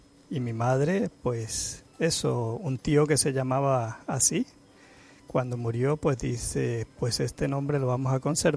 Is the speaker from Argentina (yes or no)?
no; Venezuela; moved away; Porque uno viene de una realidad que yo llegué o salí de Venezuela en el año 2018